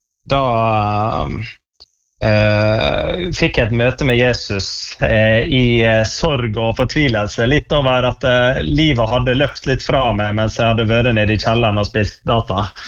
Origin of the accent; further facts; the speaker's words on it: Valderøya, Møre og Romsdal, Norway; moved away; Vi vokste opp på Valderøya, ja, der var det bedehus og kirka